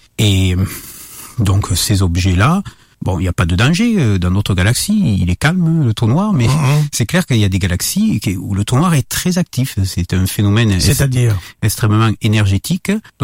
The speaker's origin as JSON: {"language": "French", "region": "Southern France", "country": "France", "accent": "southern French", "said": "à Montpellier, dans le sud de la France, comme peut-être nos auditeurs l'ont remarqué, vu mon accent."}